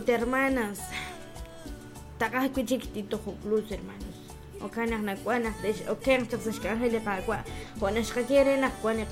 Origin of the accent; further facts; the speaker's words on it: Poptún, Petén, Guatemala; yo soy de aquí, hermanos, yo soy de aquí, de Poctum.